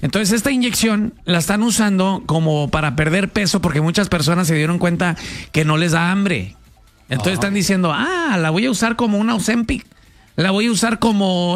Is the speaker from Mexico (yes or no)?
yes; Mexico